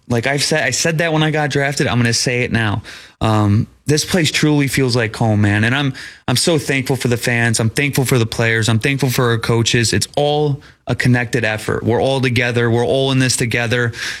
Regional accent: Midwest, United States; moved away as an adult; Growing up in the Midwest, you don't really know.

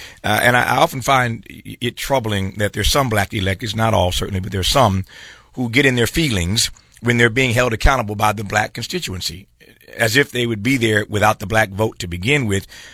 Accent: Indiana, United States; I grew up in Indiana, spent a lot of time in Wisconsin

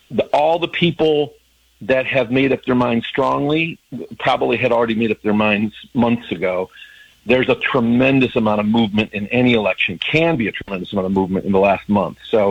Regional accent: Detroit, Michigan, United States; born or raised there

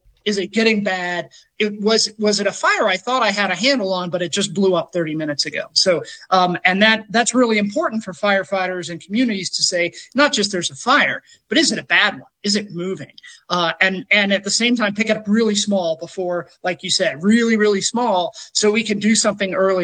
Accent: Gulf Coast, United States; I grew up in the Gulf Coast. So I grew up with hurricanes, and interesting. If you grew up in the Gulf Coast, you're not scared of a hurricane.

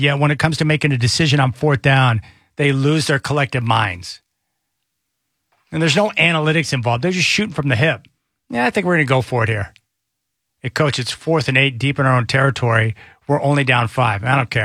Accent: Oklahoma, United States; moved away; I grew up in Oklahoma.

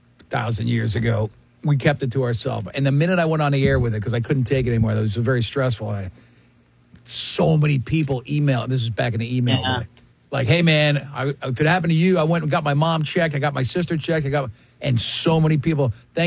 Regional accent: Florida, United States; I'm from Florida.

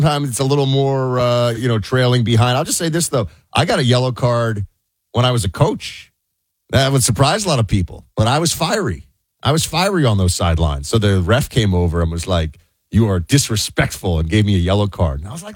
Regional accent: New York City, New York, United States; I'm from New York City. People were a little bit tough in the boroughs there.

